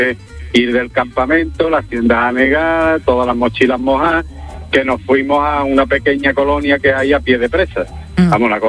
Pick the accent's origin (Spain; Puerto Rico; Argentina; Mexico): Spain; Jerez de la Frontera, Andalusia; En Jerez, yo soy de Jerez.